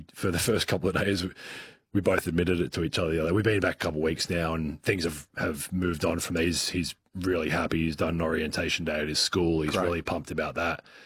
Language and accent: English; Adelaide, South Australia, Australia; now in Melbourne, United States; I'm from Adelaide originally.